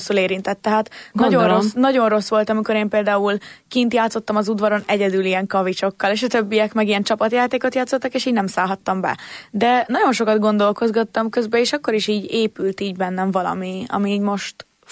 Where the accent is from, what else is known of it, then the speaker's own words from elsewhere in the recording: Budapest, Hungary; mivel elköltöztettek minket Rózsadombról, ott, ahol én felnőttem, és eladották velünk a lakást.